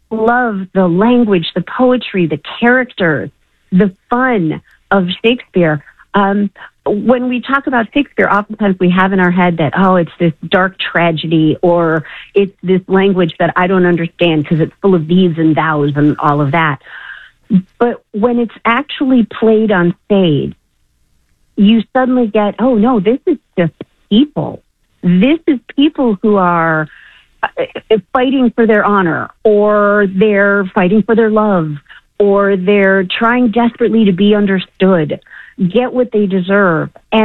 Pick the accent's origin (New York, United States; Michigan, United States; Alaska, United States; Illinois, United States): Illinois, United States; Chicago; I'm actually from Chicago, but I was an actor at the Hilberry.